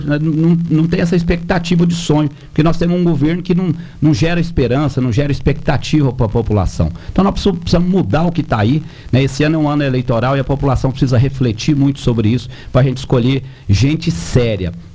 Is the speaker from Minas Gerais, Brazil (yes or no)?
yes; Nova Ponte, Minas Gerais, Brazil; eu sou de Nova Ponte